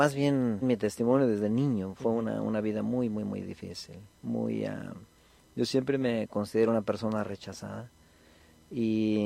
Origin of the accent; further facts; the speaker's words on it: Mexico City, Mexico; born there; Bueno, yo soy mexicano, vengo de una familia grande, nací en la Ciudad de México.